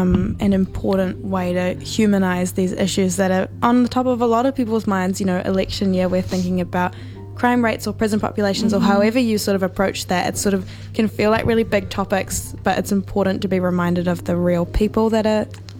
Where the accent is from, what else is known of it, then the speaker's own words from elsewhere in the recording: Porirua, Wellington, New Zealand; I'm from Ponikē, so not the Hutt Valley